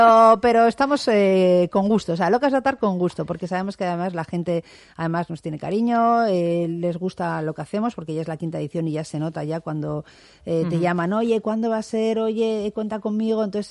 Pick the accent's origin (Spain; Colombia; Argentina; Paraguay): Spain; Bilbao, Basque Country; porque somos de Bilbao